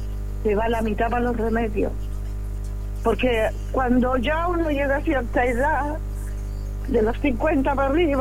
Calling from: Chile; De acá, …

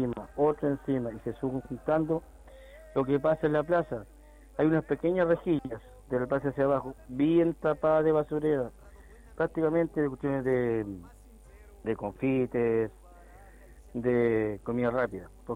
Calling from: San Carlos, Ñuble, Chile

